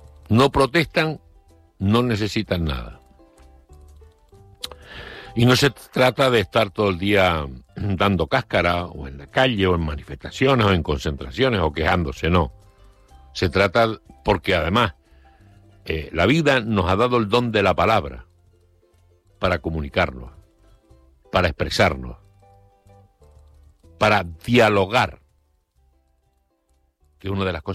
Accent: Canary Islands, Spain; valoran más nuestra identidad que a veces el propio canario

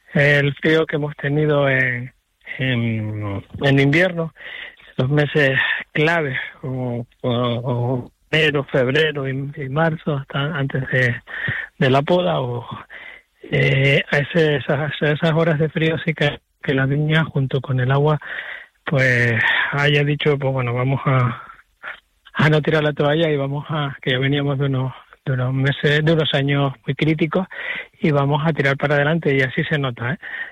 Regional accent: Canary Islands, Spain

